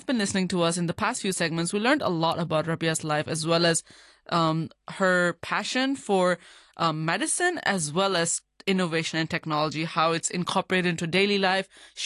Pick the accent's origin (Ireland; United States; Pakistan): Pakistan; now in Hong Kong; So as fellow Pakistani women, me and Eamon